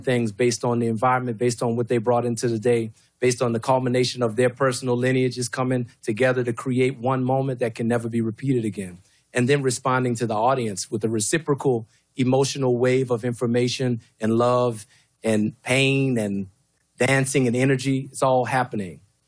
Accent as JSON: {"language": "English", "region": "Louisiana", "country": "United States", "said": "I'm from Louisiana. You know, my grandfather, he grew up in Creole Cajun country."}